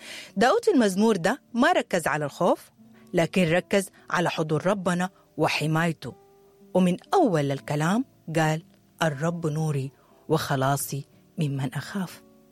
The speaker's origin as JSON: {"language": "Arabic", "country": "Sudan", "said": "أكيد ماركو بدينا المفتاح الحقيقي لحل كل المشاكل اللي مرة على بلدنا السودان،"}